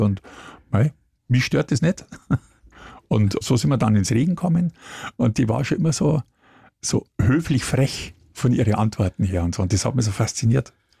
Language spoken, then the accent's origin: German; Munich, Bavaria, Germany; die laden mich als Münchner